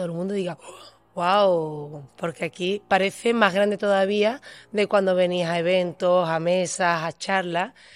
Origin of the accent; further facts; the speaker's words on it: Huelva, Andalusia, Spain; Aunque soy yo más de Huelva que un choco